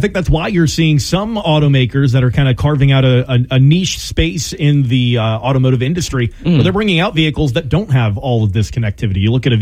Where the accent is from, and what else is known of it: United States